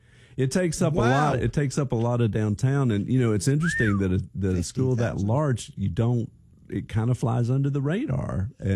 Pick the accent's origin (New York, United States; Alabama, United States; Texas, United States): Alabama, United States; Birmingham; I grew up in Birmingham, Alabama. I know all about Atlanta, blah, blah, blah.